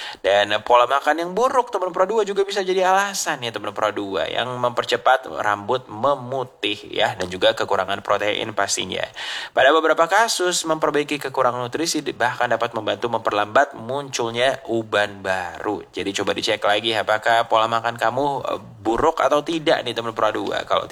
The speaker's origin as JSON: {"language": "Indonesian", "country": "Indonesia", "said": "karena kita orang Indonesia, kita orang Asia"}